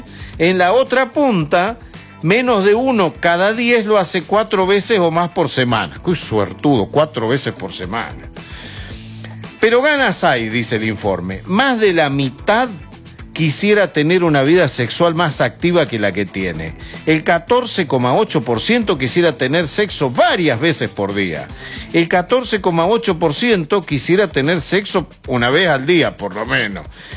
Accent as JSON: {"language": "Spanish", "country": "Argentina", "said": "para que no te metan el que somos argentinos, para que no te metan el perro"}